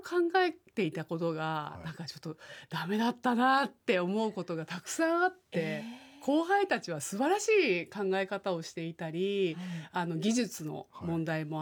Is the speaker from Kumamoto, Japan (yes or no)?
no; Yamanashi, Japan; 地元山梨に残って